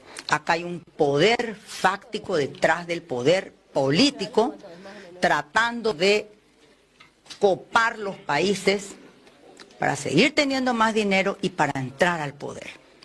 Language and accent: Spanish; Paraguay; Paraguay somos la garra guaraní.